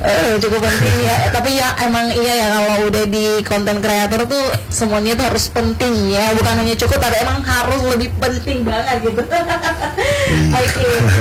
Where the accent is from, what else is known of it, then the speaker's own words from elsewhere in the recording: Nabire, Central Papua, Indonesia; kami warga Nabire